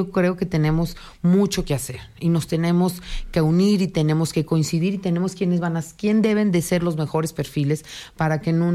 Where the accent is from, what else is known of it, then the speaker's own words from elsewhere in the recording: Mexico; A mí no me ofende como mexicana, nos hace reflexionar